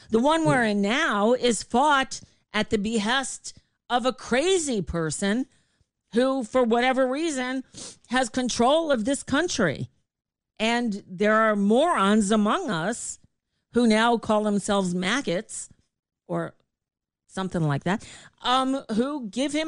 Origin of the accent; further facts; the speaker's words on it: United States; We're American.